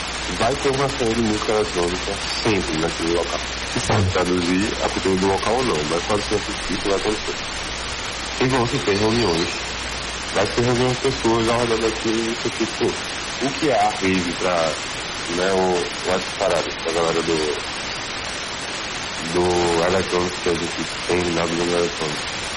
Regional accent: Northeast Brazil, Brazil; Não só de ser nordestino

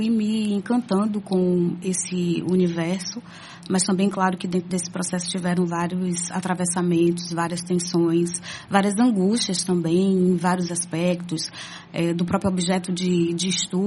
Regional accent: Salvador, Bahia, Brazil; eu sou natural de Salvador, Bahia.

